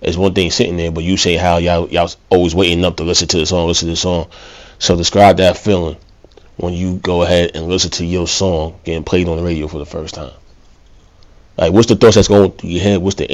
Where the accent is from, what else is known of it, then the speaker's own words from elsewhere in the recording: New Jersey, United States; I'm from Jersey.